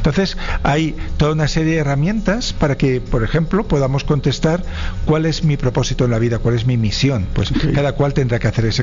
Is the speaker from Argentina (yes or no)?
no; Barcelona, Catalonia, Spain